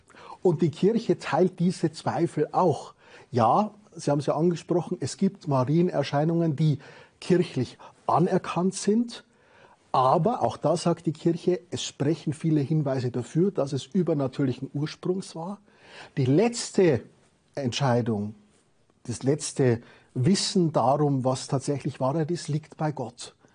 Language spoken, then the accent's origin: German; Bavaria, Germany; accent: Bavarian; wie man unschwer hört, bin ich ja nun Bayer